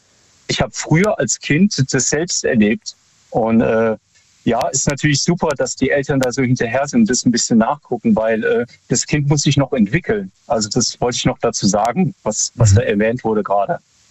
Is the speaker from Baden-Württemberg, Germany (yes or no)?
yes; Freiburg, Baden-Württemberg, Germany; hallo, ich bin aus Freiburg.